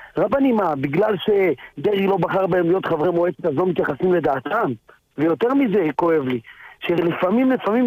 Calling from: Jerusalem, Jerusalem District, Israel

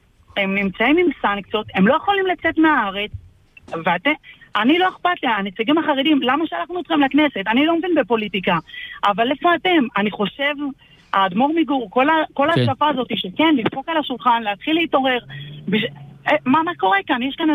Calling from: Jerusalem, Jerusalem District, Israel; אני ירושלים

